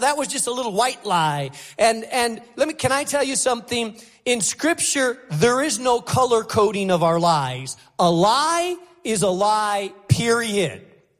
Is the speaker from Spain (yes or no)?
yes; Spain; now in United States; And so I grew up in Spain. Everywhere outside of my house, I spoke Spanish, Castilian Spanish. In my house, I spoke English because my house, my parents were Americans.